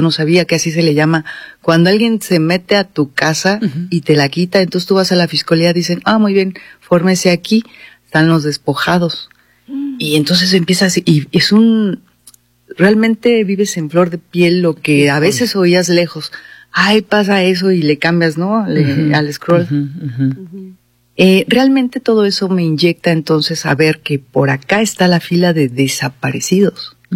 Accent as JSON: {"language": "Spanish", "country": "Mexico", "also_born_or_lived": "United States", "moved": "yes", "said": "el seguir viviendo como mujer mexicana en México"}